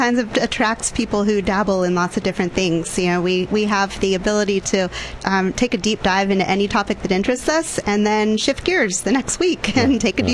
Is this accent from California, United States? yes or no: yes; Ventura County, California, United States; moved away as an adult; also born or lived in Los Angeles / San Francisco Bay Area; now in San Luis Obispo, United States; I grew up in Ventura County.